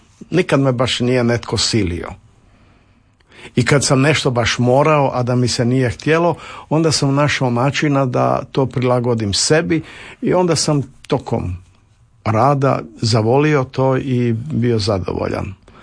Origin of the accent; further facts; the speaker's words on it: Osijek, Osijek-Baranja County, Croatia; moved away as an adult; now in Zagreb, Croatia; moje slavonsko porijeklo Osijek, gdje sam odrastao, djetinjstvo proveo, mladost do studija i koji je bio vrlo ugodan grad.